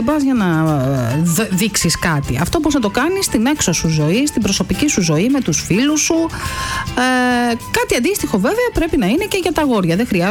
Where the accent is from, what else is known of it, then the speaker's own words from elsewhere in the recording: Athens, Attica, Greece; Επίσης, και εγώ που μεγάλωσα στην Αθήνα, αλλά οι γονείς μου είναι από επαρχία, πήγαινα στην επαρχία